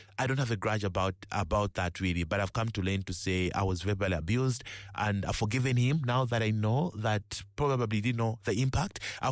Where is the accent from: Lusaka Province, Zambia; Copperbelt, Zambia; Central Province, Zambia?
Lusaka Province, Zambia; Lusaka; So I grew up in Chilenje, Lusaka, really. I'm in Lusaka, Chilenje. Chilenje is my area. That's where I grew up from, really.